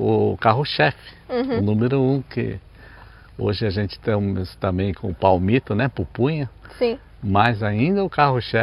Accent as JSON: {"language": "Portuguese", "town": "Itapecerica da Serra", "region": "São Paulo", "country": "Brazil", "said": "Viemos do município de Itapecerica da Serra, né, em São Paulo, em um bairro chamado Aldeinha. A gente morava lá, e lá meu pai já plantava lavoura, repolho, batata."}